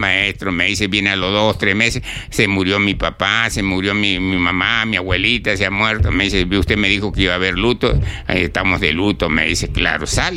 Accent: Chiclayo, Lambayeque, Peru; moved away; de allá de mi tierra, Chiclayo

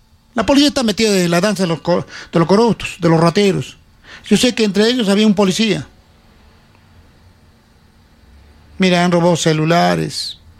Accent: Yura, Arequipa, Peru; born there; Ver cómo en mi distrito, donde yo nací

